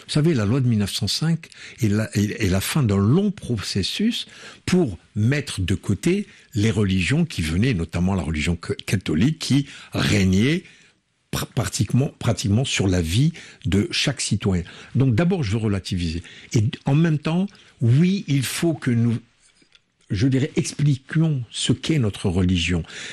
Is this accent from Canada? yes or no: no; France; nous sommes français comme vous, mais dès qu'on dit qu'on est musulman, on descend d'un strat